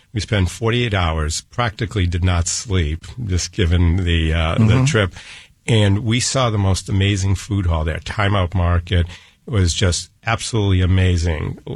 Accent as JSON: {"language": "English", "town": "Boston", "region": "Massachusetts", "country": "United States", "tie": "born or raised there", "said": "I've born and raised in Boston, so I've been going to Fenway Park my entire life."}